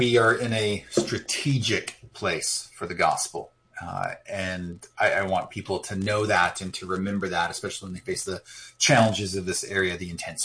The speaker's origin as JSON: {"language": "English", "region": "California", "country": "United States"}